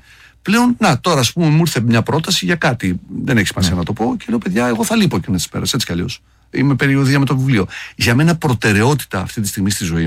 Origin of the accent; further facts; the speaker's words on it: Trikala, Thessaly, Greece; moved away; στα Τρίκαλα που μεγάλωσα